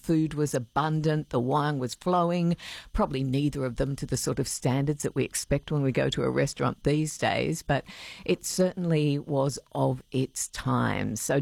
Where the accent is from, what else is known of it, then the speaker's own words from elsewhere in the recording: Sydney, New South Wales, Australia; I grew up, even though I've got deep roots in Queensland and we were here often, I grew up in Sydney